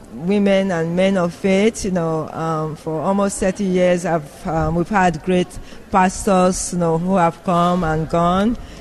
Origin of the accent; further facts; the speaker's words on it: Nigeria; moved away; You can tell I'm Nigerian